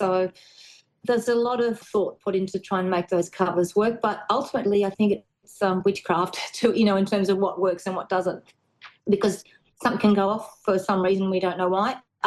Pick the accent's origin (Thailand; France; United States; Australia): Australia; We try to celebrate being Australian. We try to celebrate everything about Australia.